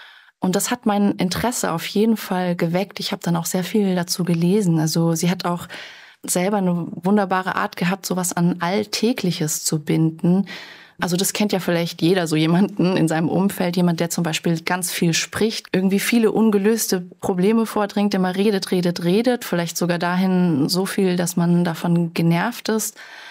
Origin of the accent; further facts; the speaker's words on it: Germany; first language German and French; ich bin zweisprachig aufgewachsen, mit meinem Vater habe ich Französisch gesprochen, mit meiner Mutter Deutsch, ich bin ja auch in Deutschland aufgewachsen.